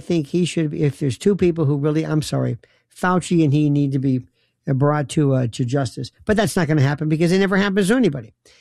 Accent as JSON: {"language": "English", "town": "Tampa", "region": "Florida", "country": "United States", "tie": "born or raised there", "said": "Tampa, my hometown."}